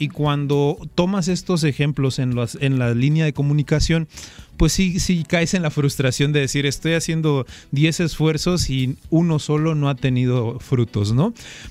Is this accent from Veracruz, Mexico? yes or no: yes; Acayucan, Veracruz, Mexico; yo soy de Acayucan. Y aunque estamos en Veracruz, culturalmente la forma en la que nosotros nos expresamos en el sur, en el norte y en el centro es totalmente diferente.